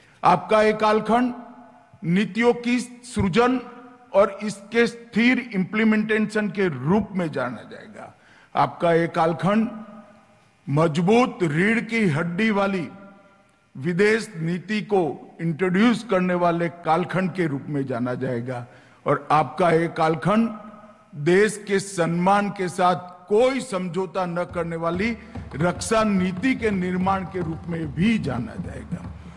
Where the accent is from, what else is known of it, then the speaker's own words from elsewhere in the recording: Gujarat, India; मैं गुजरात से आता हूं